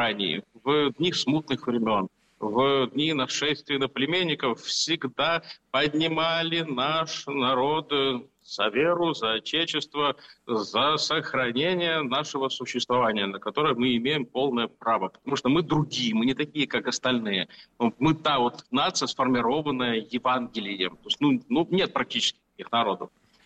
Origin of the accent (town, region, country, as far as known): Russia